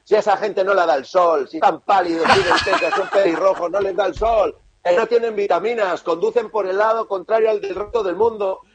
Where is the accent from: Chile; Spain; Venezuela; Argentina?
Spain